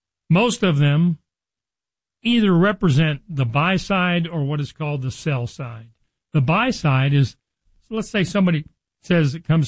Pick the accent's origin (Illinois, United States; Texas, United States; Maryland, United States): Texas, United States; Richardson; also born or lived in Nebraska; I grew up in Dallas. I've been here almost my entire life. I was born in Nebraska, but as a very young boy, my mom and dad moved us down from Nebraska to Dallas. I grew up in Richardson, and I've been in Dallas most of my life.